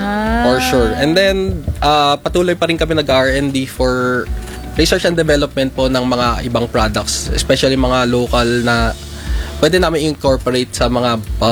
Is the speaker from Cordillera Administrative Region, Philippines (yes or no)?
yes; Cordillera Administrative Region, Philippines; And then, especially dun sa amin sa Ifugao